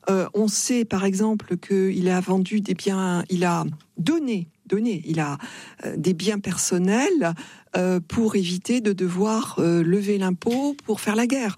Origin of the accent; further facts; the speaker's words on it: Occitanie, France; now in Paris, France; Je suis originaire du Tarn, mais parisienne maintenant. Et puis je retourne dans le Tarn, je retourne à mes racines.